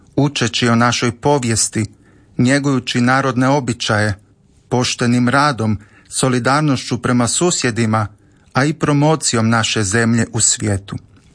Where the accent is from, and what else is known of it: Croatia